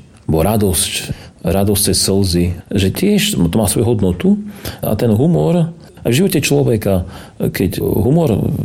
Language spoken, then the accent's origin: Slovak; Prešov Region, Slovakia; accent: Šariš dialect; aj ja mám také obľúbené nárečové slova šariské.